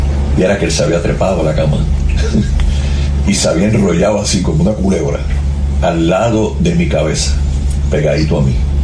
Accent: San Juan, Puerto Rico; yo me acababa de mudar a donde yo vivo ahora temporalmente, que es al lado de mi madre, donde yo me crié en Puerto Nuevo

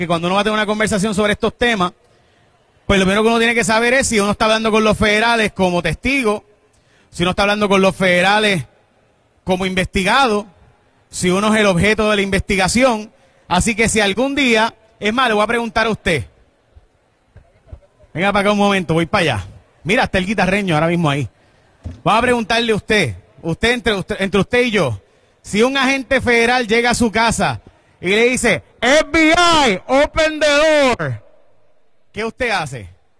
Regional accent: San Lorenzo, Puerto Rico; Y yo soy de Jaguar, de San Lorenzo, para ser exacto, por si acaso.

